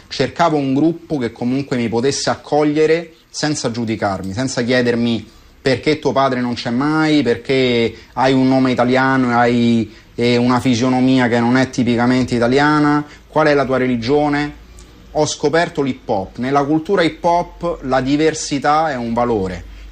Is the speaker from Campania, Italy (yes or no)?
no; Rome, Lazio, Italy; Io sono nato a Roma, sono cresciuto a Roma.